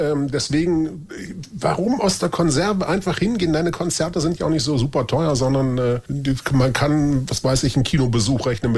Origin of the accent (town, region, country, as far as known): Baden-Württemberg, Germany; born or raised there